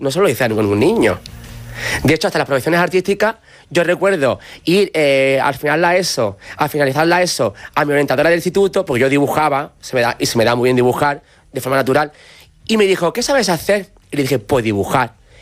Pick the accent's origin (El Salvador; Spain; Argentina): Spain; Alcalá de los Gazules, Andalusia; pero yo vivía antes aún en mi pueblo, en Alcalá de los Gazules.